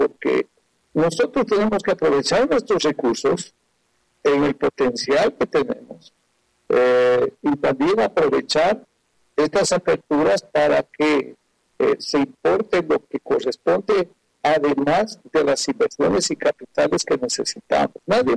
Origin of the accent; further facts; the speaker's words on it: Ecuador; para los ecuatorianos que somos latinoamericanos